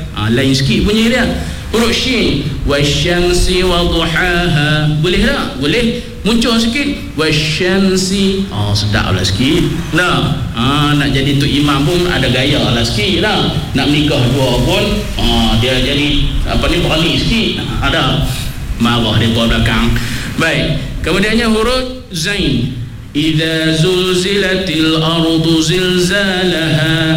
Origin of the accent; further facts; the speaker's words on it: Kedah, Malaysia; Ha, saya orang Kedah juga, orang utara juga, orang Pilang juga.